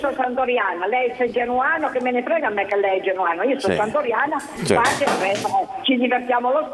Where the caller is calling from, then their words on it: Genoa, Liguria, Italy; Sono da Bolzaneto